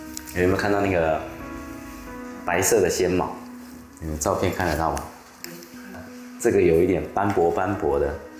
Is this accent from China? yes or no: no; Taoyuan-Hsinchu-Miaoli, Taiwan; 那它既源自于台湾的桃竹苗，我又是这里的茶乡的长大的孩子